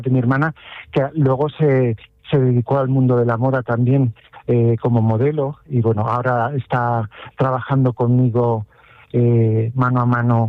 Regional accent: Miguel Esteban, Castilla-La Mancha, Spain; mi pueblo, que es donde empezó todo y donde están mis raíces y donde está mi taller

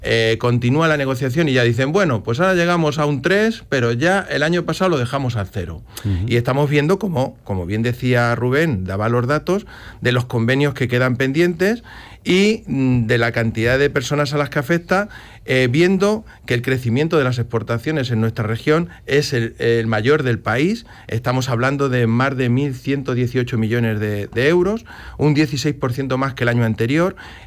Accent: Ciudad Real, Castilla-La Mancha, Spain; Yo vengo de Ciudad Real y ya lo hacían en su tiempo.

